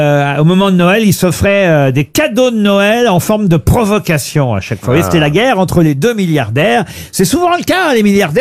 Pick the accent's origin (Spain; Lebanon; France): France; chez nous en France